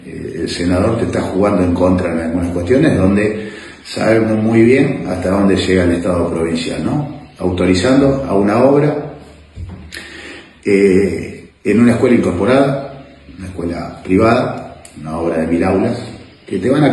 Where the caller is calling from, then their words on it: Máximo Paz, Santa Fe, Argentina